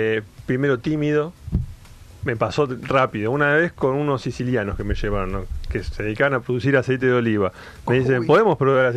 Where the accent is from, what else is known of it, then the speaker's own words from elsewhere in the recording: Argentina; somos argentinos